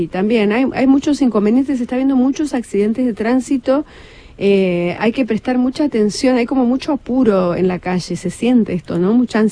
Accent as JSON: {"language": "Spanish", "country": "Argentina", "said": "obviamente Argentina es un país que siempre la adrenalina está muy alta, la emocionalidad está muy alta"}